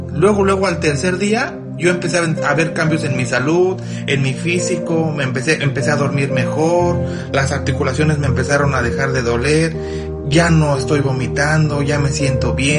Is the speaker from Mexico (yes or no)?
yes; Durango, Mexico; now in Arlington, United States; Yo soy de Durango, pero vivo aquí en Arlington.